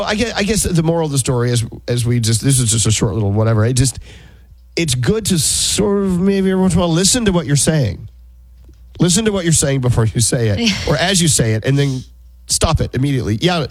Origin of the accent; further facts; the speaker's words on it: Brooklyn, New York, United States; We're hot. I'm from Brooklyn. That's what we do.